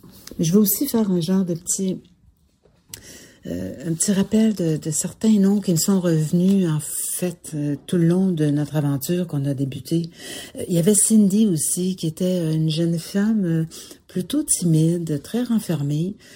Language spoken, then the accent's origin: French; Ontario, Canada; Après quelques heures, je lui dis que je viens du nord de l'Ontario.